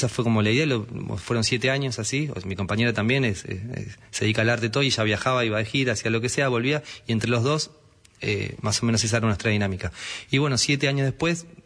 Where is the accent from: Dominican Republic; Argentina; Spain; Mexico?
Argentina; Buenos Aires; moved away as an adult; also born or lived in Salinas, Uruguay; Yo tenía muchas ganas de irme de Buenos Aires a vivir a un lado, soy de Capital Federal, digamos, tenía ganas de irme a un lugar un poco más tranquilo.